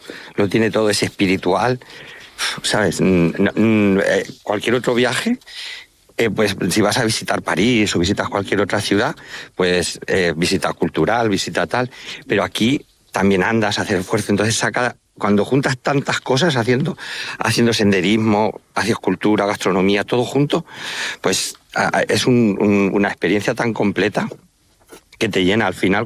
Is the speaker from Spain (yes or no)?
yes; Santa Cruz de los Cáñamos, Castilla-La Mancha, Spain; now in Albacete, Spain; Es que soy muy manchego. Yo soy de Ciudad Real, un pueblo que se llama Santa Cruz de los Cáñamos, pero vivo en Albacete.